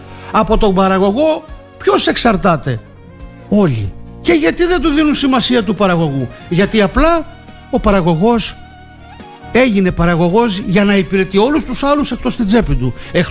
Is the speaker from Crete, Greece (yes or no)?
yes; Crete, Greece; Τι χάνει να είναι το χωριό μου λοιπόν?